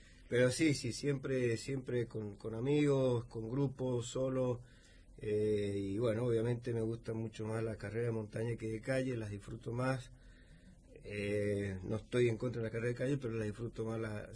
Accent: Atuel Norte, Mendoza, Argentina; now in San Rafael, Argentina; De Ato Norte. Mis orígenes son Ato Norte, después me trasladé a Villa Tuero unos años, después a partir del año 90 y del 90 más o menos estoy viviendo acá en San Rafael.

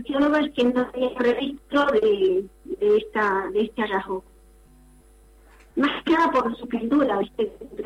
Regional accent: Los Catutos, Neuquén, Argentina; yo soy nacida y criada acá en este hermoso paraje de Los Catutos. En todas las publicaciones sale como que soy de Zapala.

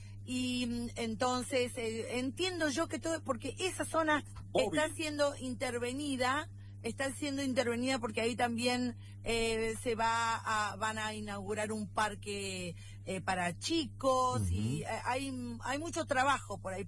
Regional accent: Argentina; soy madre argentina

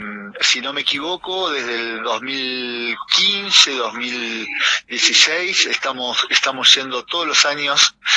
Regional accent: Merlo, Buenos Aires Province, Argentina; Somos de Buenos Aires, de la provincia de Buenos Aires, de Merlo

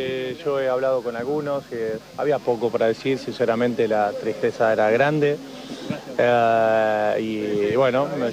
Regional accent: Argentina; creo que con nosotros como argentinos tenemos que reconocer a veces que el rival juega

